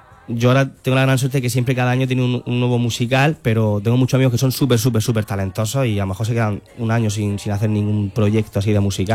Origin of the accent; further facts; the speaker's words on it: Almería, Andalusia, Spain; moved away as an adult; He de decir que cuando yo me fui de Almería muy chiquitito, con 20 años me fui de aquí